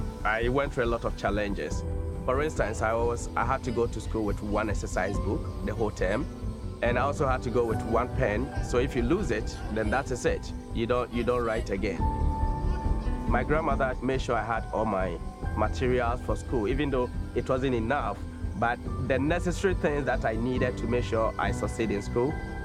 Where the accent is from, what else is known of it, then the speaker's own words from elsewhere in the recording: Yonso, Ghana; I was born and raised in Yonso, a rural community based in the central part of Ghana. It's a community of about, say, 600 people.